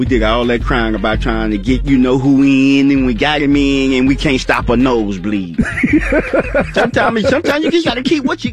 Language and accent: English; Texas, United States; I'm from East Texas.